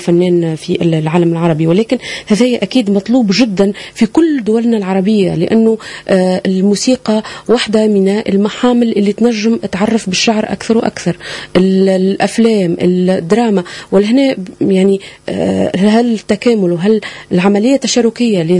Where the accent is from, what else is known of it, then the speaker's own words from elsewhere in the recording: Tunisia; عندنا في تونس